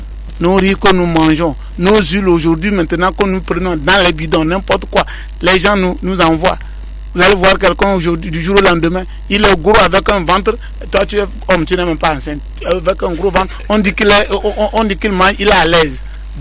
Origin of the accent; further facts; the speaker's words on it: Mango, Savanes, Togo; chez nous, à Mango.